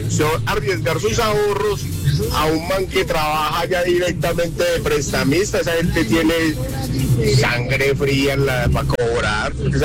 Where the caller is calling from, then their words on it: Pereira, Risaralda, Colombia; soy de acá de Pereirita.